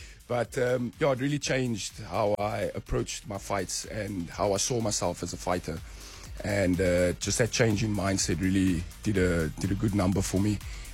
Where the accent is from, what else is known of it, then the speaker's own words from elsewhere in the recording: Goodwood, Western Cape, South Africa; I come from Goodwood, I grew up there.